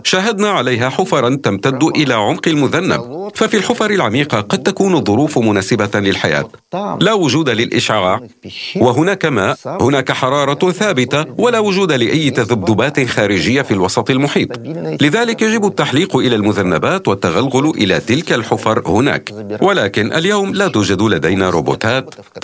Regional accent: Russia; بلدنا روسيا كبير،

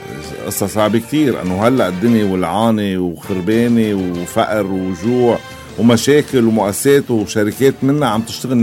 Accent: Akkar, Lebanon; لأنه أنا شمالي وعكيري

